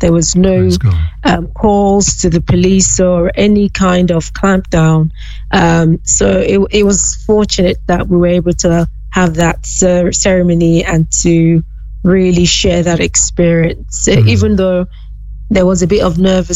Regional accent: Western Nigeria, Nigeria; I grew up in the western part of the country, which was relatively peaceful and safe. So where you've seen a lot of the persecution in Nigeria is in the northern part

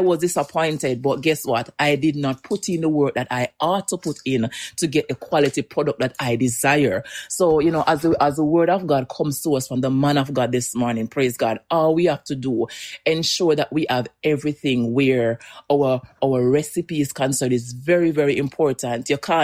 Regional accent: Jamaica; now in Newfoundland and Labrador, Canada; I am from Jamaica for sure, but I live in Newfoundland and Labrador, Canada.

